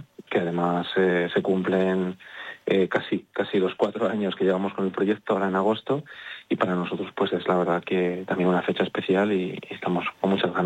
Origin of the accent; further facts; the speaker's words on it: Ciudad Rodrigo, Castile and León, Spain; siendo de Ciudad Rodrigo, siendo salmantinos, siendo del Rebollar.